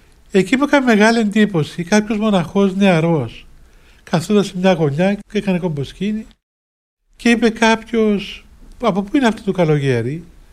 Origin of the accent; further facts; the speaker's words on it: Cyprus; γιατί θεωρούμαι αλλοδαπός ως Κύπριος